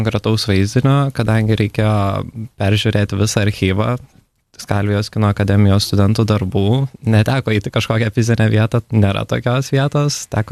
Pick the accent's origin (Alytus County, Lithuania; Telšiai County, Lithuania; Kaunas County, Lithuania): Telšiai County, Lithuania; Plungė; now in Vilnius, Lithuania; Aš iš Plungės.